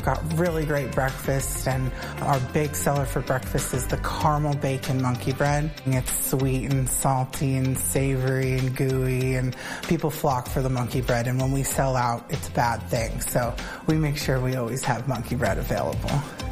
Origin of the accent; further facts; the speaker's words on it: Austin, Texas, United States; And I'm from Austin, Texas, and I know brisket.